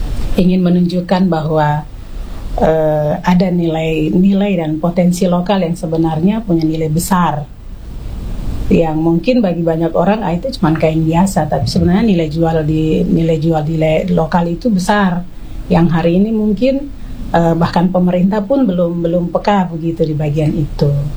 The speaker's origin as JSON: {"language": "Indonesian", "region": "Southwest Papua", "country": "Indonesia", "said": "Karena saya, Bu Mama ini perempuan Mebrat. Marga saya memang orang Jayapura. Saya, Bu Mama orang Mebrat. Hari-hari hidup dengan keluarga besar Mama."}